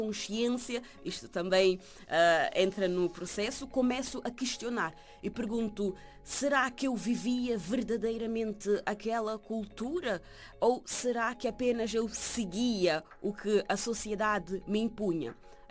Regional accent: Cape Verde; moved away; eu sou cabo-verdiana

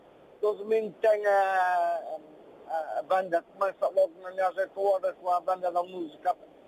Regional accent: Santa Maria da Feira, Norte, Portugal; born there; A minha terra chama-se Mosteiró e pertence a Santa Maria da Feira.

